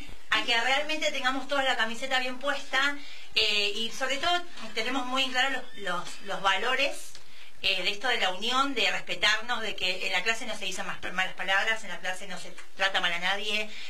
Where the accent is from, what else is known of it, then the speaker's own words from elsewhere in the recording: Argentina; pero bueno, siempre también como buenos argentinos le ponemos el pecho y salimos adelante.